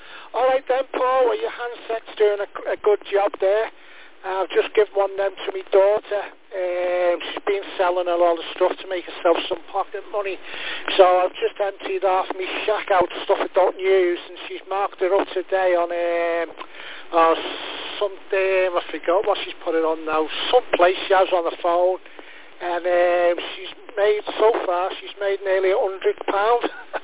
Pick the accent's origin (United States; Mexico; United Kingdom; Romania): United Kingdom; Liverpool, North West England; moved away as an adult; now in Yorkshire, United Kingdom; I'm originally from Liverpool. I've been in the Yorkshire now. So, God, it must be about 17 years now I've been here.